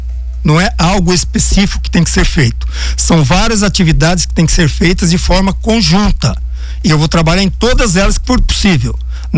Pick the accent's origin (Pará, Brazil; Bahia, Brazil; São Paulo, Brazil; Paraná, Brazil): São Paulo, Brazil; Ubatuba; agora estou falando como filho do litoral norte de São Paulo, como Caiçara de Ubatuba.